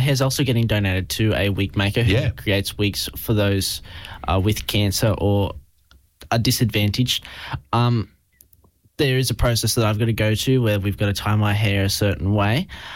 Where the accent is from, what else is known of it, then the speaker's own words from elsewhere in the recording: New South Wales, Australia; now in Grafton, Australia; my hometown's just over the Gibraltar there